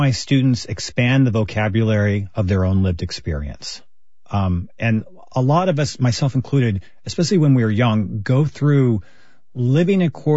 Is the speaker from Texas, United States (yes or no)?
yes; Texas, United States; the one thing that people found most interesting about me was that I was from Texas. And at the time, this was especially girls. And so ironically, I found myself playing up my Texan-ness.